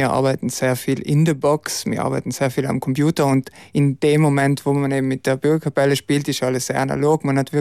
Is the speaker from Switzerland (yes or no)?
no; Brixen, Trentino-Alto Adige, Italy; Ich bin in Brixen aufgewachsen